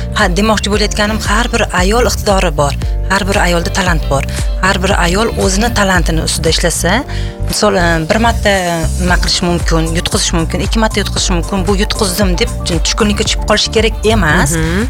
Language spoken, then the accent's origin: Uzbek; Denov district, Surxondaryo Region, Uzbekistan; now in Tashkent, Uzbekistan; men ham Surxondaryo viloyatining Dino tumanidagi nima deysam, oddiy qishloqdan chiqqanman, lekin ziyoli oilasida tug'ilganman.